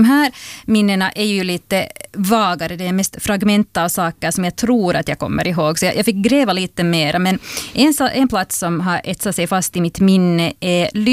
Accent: Helsinki, Uusimaa, Finland; Alltså jag är ju född och uppvuxen i Helsingfors, men jag tillbringar en stor del av mina somrar här, alltså främst då i Ekenäs.

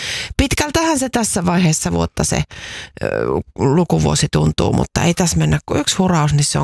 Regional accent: Jyväskylä, Central Finland, Finland; Väitätkö, että rakas kotikaupunkini Jyväskynä oli siis tässä suhteessa jonkunlainen takapajula?

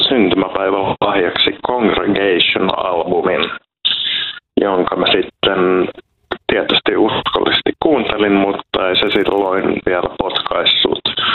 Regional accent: Helsinki, Uusimaa, Finland; Kyllä se tässä Helsingissä on mennyt suurimmalta osin, että Kateenokalta mä sanon olevani kotoisin.

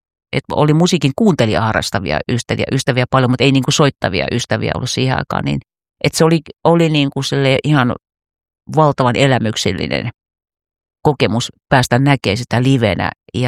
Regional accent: Juva, South Savo, Finland; mä oon ollut Juvalla, mistä mä olen kotoisin

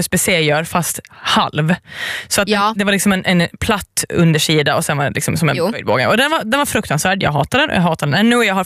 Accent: Åland Islands; Jag kommer från Åland.

